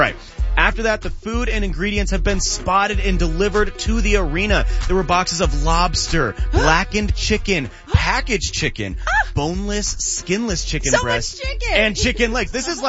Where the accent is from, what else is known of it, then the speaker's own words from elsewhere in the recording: Pittsburgh, Pennsylvania, United States; I'm from Pittsburgh.